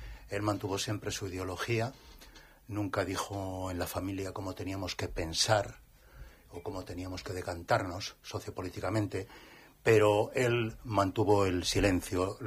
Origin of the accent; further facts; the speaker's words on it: Esquivias, Castilla-La Mancha, Spain; born there; en la zona de Toledo, en un pueblito, Esquivias, mi pueblo, pueblo hermanado con Alcalá de Henares